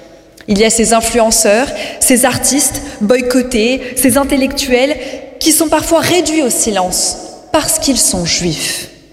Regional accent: Île-de-France, France; Je suis née et j'ai grandi en Seine-Saint-Denis, dans un environnement multiculturel, d'un père algérien, qui je pense ce soir, qui malheureusement n'est plus de ce monde, et d'une mère marocaine.

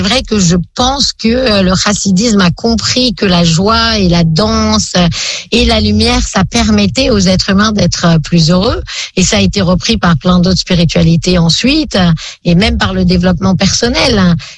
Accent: France; now in Israel; quand on est en Israël et qu'on vient de France, on reste français. Quand on est français ici, on est juif, donc on a finalement toujours une double identité

